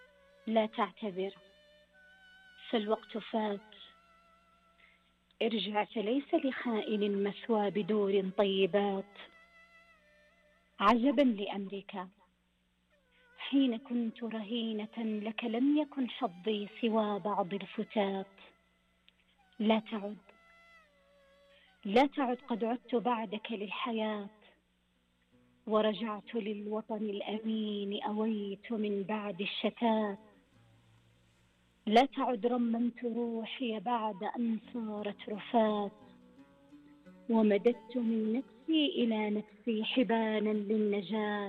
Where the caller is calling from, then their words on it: Taif, Makkah Province, Saudi Arabia; أكلمك من محافظة الطائف